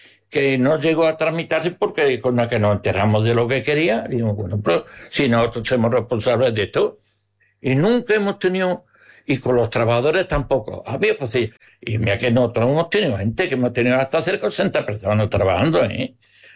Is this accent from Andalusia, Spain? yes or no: yes; Palma del Río, Andalusia, Spain; Palma para mí es lo más grande. Después de mi pago de huerta, mi Palma de Río. Eso es que ¿Por qué? Porque en que yo nací aquí